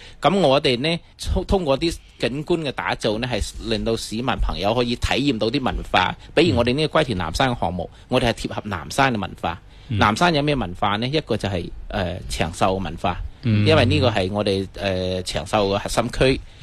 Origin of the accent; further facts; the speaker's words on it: Guangdong, China; 我哋广东人